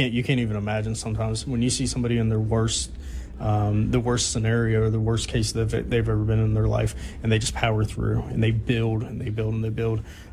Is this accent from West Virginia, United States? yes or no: yes; Clarksburg, West Virginia, United States; I lived in Clarksburg. I was raised in Clarksburg at the time.